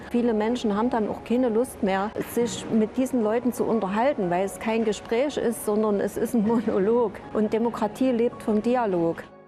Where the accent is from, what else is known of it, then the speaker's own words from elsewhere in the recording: East Germany, Germany; Wie gesagt, ich komme aus der DDR, da hat Frau sowieso ihren Mann gestanden.